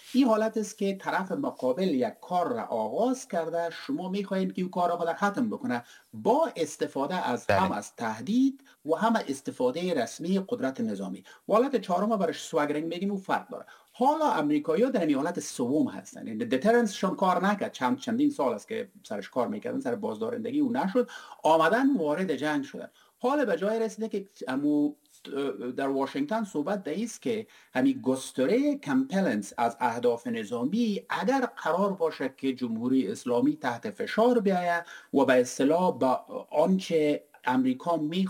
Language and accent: Persian; Herat, Afghanistan; moved away; ما اصالتا از هرات هستیم،